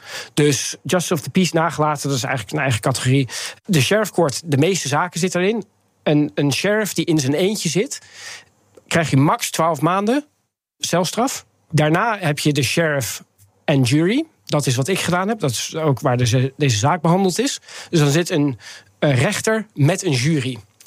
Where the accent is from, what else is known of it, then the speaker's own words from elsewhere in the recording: Haarlem, North Holland, Netherlands; Ik werd geboren. Dat was niet in Schotland. Ik ben gewoon geboren in Nederland. Opgegroeid in Haarlem.